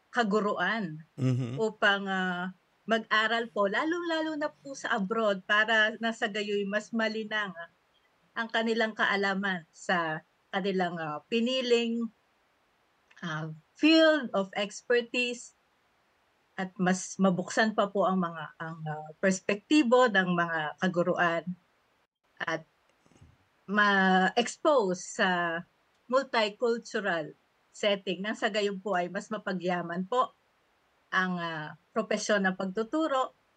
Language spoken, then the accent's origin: Tagalog; Los Baños, Calabarzon, Philippines; also born or lived in Santo Tomas, Batangas; Ako po ay tubong Batangas, pero Santo Tomas, Batangas po, subalit mula po elementarya hanggang master's ay sa UP Los Baños na po ako. Sa Los Baños na po kami nandirahan.